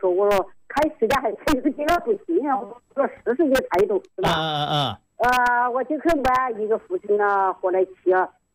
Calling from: Jingzhou, Hubei, China; 我是荆州市沙市区成河镇的啦。

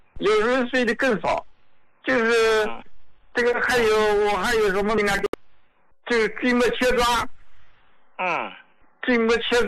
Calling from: Nanjing, Jiangsu, China; 你好，胡老，我是南京的胡椒老糕的受用者。

